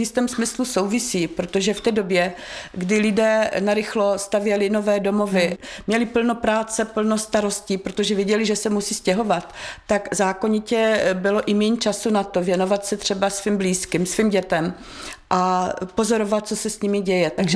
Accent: Horní Suchá, Moravian-Silesian Region, Czechia; also born or lived in Havířov; Pocházím z Horní Suché, bydlela jsem nějakou dobu v Havířově. Teď zase zpátky bydlíme s rodinou v Horní Suché, takže jsem zdejší rodačka

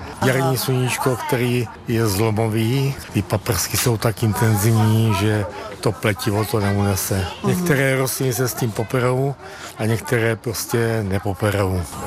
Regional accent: Jičín, Hradec Králové Region, Czechia; Jsem z Jičína.

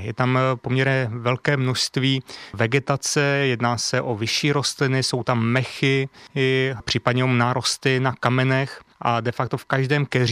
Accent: Vysočina Region, Czechia; moved away as an adult; now in South Bohemia, Czechia; já jsem původem z Vysočiny, kde je nádherně tam krásná zeleň všade, mnoho vody

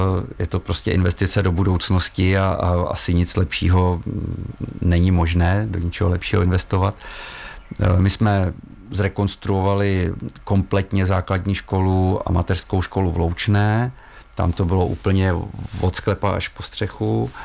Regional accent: Hrádek nad Nisou, Liberec Region, Czechia; also born or lived in Frýdlant v Čechách; po narození bydlel ve Frýdlantě v Čechách, protože tatínek opravoval v Hrádku dům nebo přestavoval, takže ale dá se tvrdit, že jsem rodilý Hrádečák, protože své působení ve Frýdlantě si rozhodně nepamatuji

